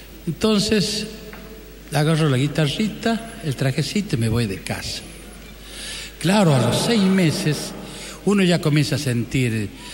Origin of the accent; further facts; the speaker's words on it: Coronel Moldes, Salta, Argentina; moved away; en mi pueblo natal, en Coronel José de Moldes, que queda en la provincia de Salta.